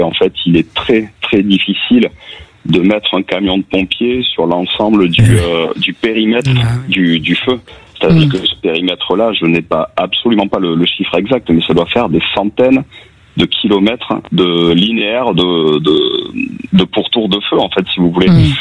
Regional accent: Carcans, Nouvelle-Aquitaine, France; parce que je suis moi-même issu de ce territoire, à quelques kilomètres de là, je suis de Carcan, où nous avons connu également des grands incendies de forêt il y a quelques années.

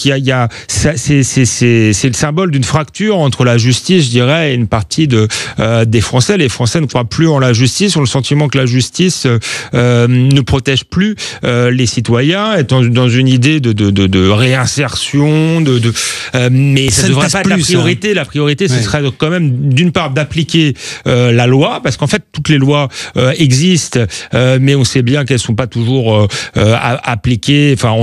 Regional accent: Épinay-sur-Seine, Île-de-France, France; born or raised there

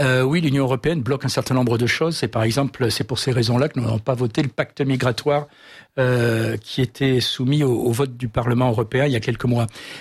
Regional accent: Provence-Alpes-Côte d'Azur, France; je suis originaire de PACA

